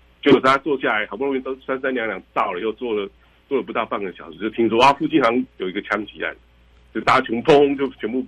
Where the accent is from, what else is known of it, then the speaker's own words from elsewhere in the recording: Taipei, Taiwan; 以前我在台北长大的时候，